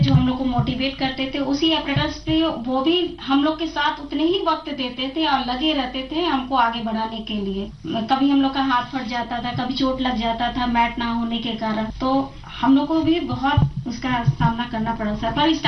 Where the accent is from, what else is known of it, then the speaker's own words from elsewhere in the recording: Gorakhpur, Uttar Pradesh, India; also born or lived in Lucknow / Patiala; मैं यही गोरखपुर की रहने वाली हूँ